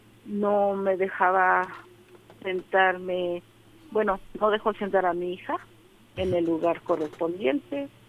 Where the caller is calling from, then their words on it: Puebla, Mexico; De aquí, de Puebla, de la colonia José María Morelos.